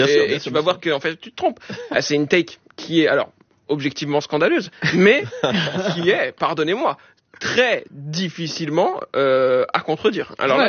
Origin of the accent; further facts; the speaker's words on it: Algeria; moi, je suis algérien, toi, t'es sénégalaise.